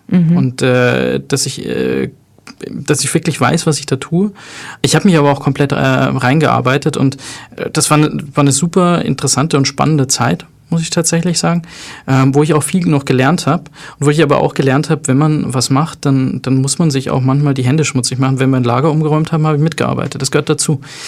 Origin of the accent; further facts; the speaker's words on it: Tunisia; Wo kommen Sie denn her? Habe ich halt gesagt, meine Mutter kommt aus Tunesien. Ich bin Tunesier.